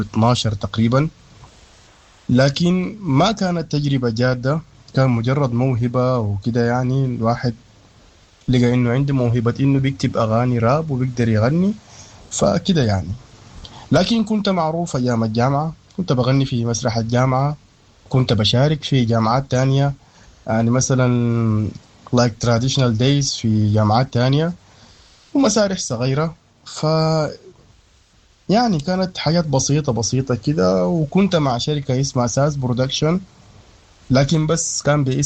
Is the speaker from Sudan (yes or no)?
yes; Sudan; أنا رابر سوداني.